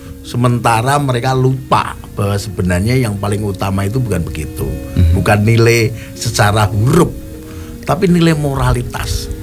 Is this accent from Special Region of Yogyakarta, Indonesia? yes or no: yes; Special Region of Yogyakarta, Indonesia